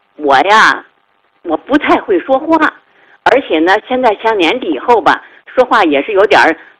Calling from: Tianjin, China; 他有那么大成就，而且是从咱们天津走出去的

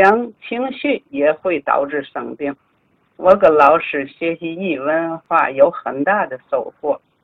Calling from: Tianjin, China; 我来自天津市西青区，今年81岁，1946年出生，农历11月初七。

